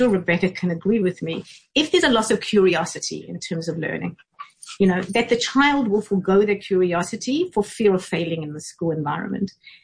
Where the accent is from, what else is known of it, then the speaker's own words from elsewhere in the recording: South Africa; I am from South Africa, proudly.